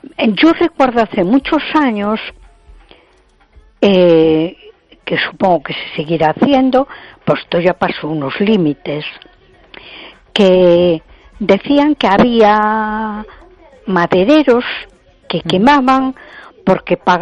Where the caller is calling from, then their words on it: A Coruña, Galicia, Spain; de Coruña.